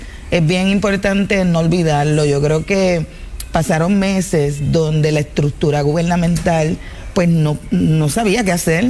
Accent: Puerto Rico; es el orgullo de ser lo que soy, negra, puertorriqueña y parcelera

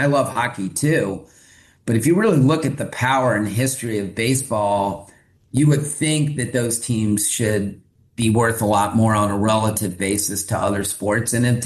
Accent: Maryland, United States; We didn't have a team in DC, and I grew up in Maryland, so I love the Orioles.

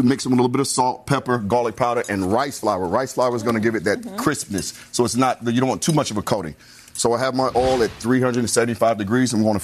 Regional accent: Georgia, United States; I'm from Georgia. I was born in Georgia.

